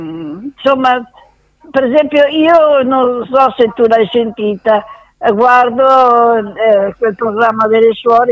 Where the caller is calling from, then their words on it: Bollate, Lombardy, Italy; Da Bollate.